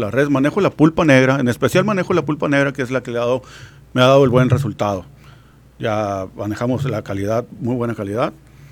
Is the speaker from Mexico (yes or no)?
yes; Ciudad Obregón, Sonora, Mexico; now in Mexicali, Mexico; de ahí es donde sale la carne seca Jiménez. Originario de Ciudad Obregón, llegamos aquí a Mexicali hace 15, 16 años